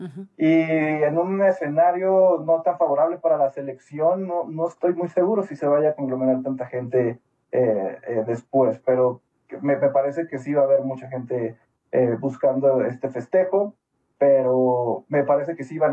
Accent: Mexico; creo que como mexicanos nos caracterizamos por expresar estas emociones de maneras creativas.

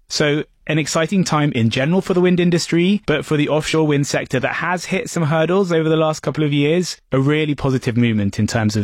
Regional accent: United Kingdom; as a Brit

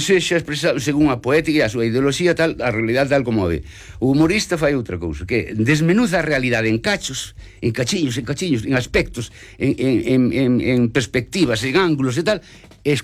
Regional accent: Ormo, Galicia, Spain; De dibuxar na terra, na aldea, na miña aldea de Ormo, dibuxábamos, eu e un primo meu

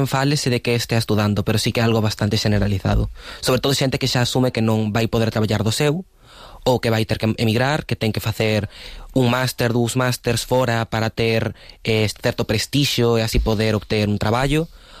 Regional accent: A Coruña, Galicia, Spain; Sí, a ver, eu son coruñés, e, por exemplo, meus pais, a primeira vez que se mudaron, foi a un piso de protección oficial

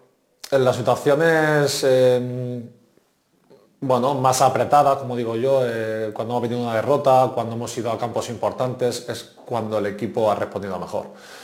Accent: Almería, Andalusia, Spain; soy de Almería

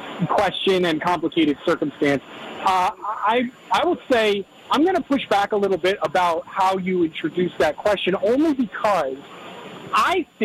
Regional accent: United States

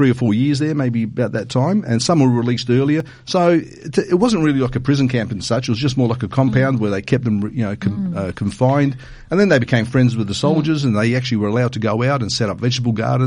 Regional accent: Port Pirie, South Australia, Australia; also born or lived in Adelaide; And, we grew up in Port Pirie when I was five when I came to Adelaide, but visited Port Pirie on a frequent basis. My parents had a business here.

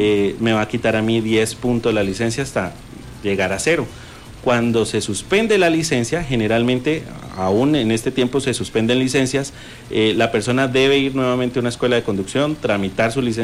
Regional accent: Colombia

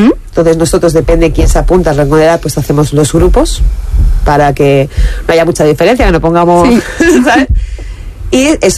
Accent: Lerma, Castile and León, Spain; Somos de Lerma

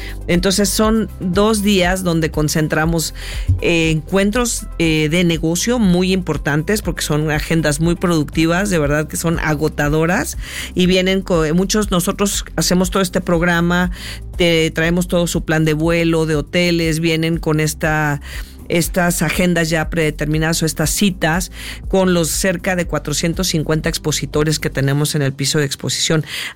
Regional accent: Mexico; somos los mexicanos

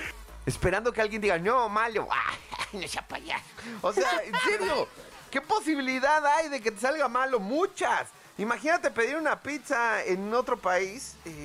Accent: Mexico; Y me dice, ¿de dónde eres? Le digo, soy mexicano.

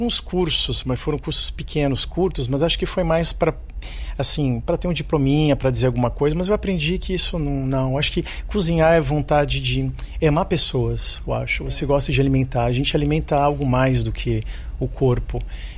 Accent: Santos, São Paulo, Brazil; moved away as an adult; Eu saí do Brasil com 19, eu fiz um intercâmbio no estrangeiro, tá, na Inglaterra, numa casa de família. E quando eu voltei, eu falei assim, eu não fico aqui. Era em 96, 98. Então, eu nasci em Santos e fiquei pouco tempo por lá, uns 20 anos.

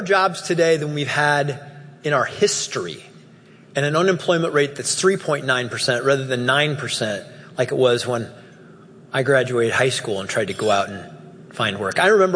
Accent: Dayton, Ohio, United States; I was from Dayton. Dayton was a 613 out of 613 in academic performance.

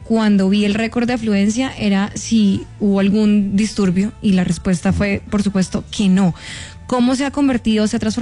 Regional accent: Colombia; los bogotanos y los que no somos bogotanos

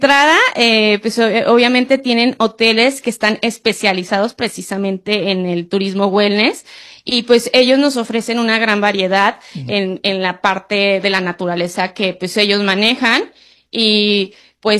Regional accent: Mexico; soy mexicana.

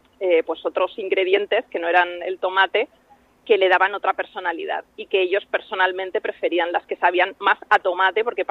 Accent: Valladolid, Castile and León, Spain; now in Altea, Spain; Yo misma soy de Valladolid, aunque vivo en Altea.

